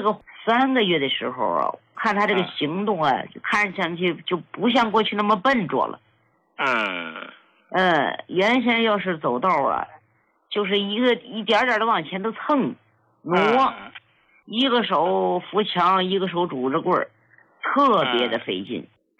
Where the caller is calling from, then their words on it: Shandong, China; 哎，你好，我是来自山东大同的听众。